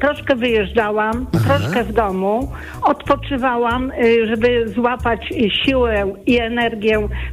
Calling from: Warsaw, Masovian Voivodeship, Poland

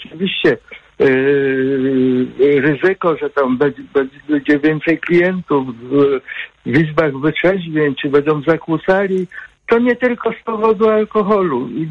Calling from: Katowice, Silesian Voivodeship, Poland; Witam serdecznie, dzwonię z Katowic.

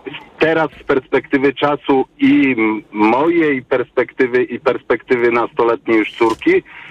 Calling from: Kraków, Lesser Poland, Poland; Ja generalnie jestem z Krakowa, nie mieszkam w Krakowie. Kilka lat temu miałem taką możliwość wyprowadzić się poza Kraków na tak zwane przedmieścia.

